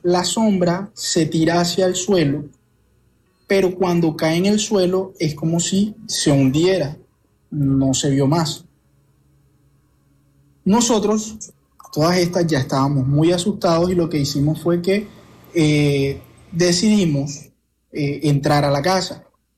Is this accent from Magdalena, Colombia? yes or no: yes; Ciénaga, Magdalena, Colombia; now in Barranquilla, Colombia; es en un pueblo del Magdalena, de donde yo soy oriundo, de Ciénaga Magdalena.